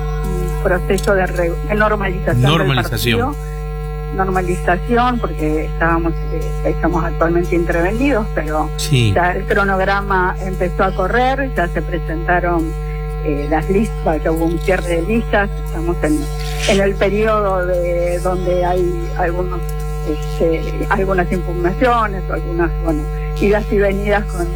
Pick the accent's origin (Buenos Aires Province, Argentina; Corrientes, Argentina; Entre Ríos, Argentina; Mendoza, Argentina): Corrientes, Argentina; Gobernador Virasoro; yo soy de Virasoro.